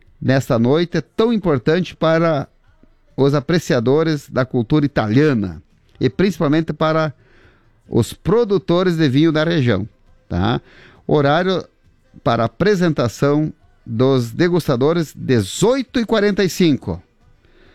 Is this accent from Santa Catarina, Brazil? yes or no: yes; Itá, Santa Catarina, Brazil; now in Chapecó, Brazil; lá na minha cidade natal, lá de Itá.